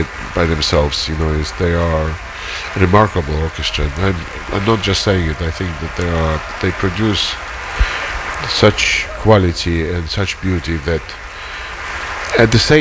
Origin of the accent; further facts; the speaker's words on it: Tashkent, Uzbekistan; moved away; It's my first American film I've seen while still living in Tashkent. I must have been 10 years old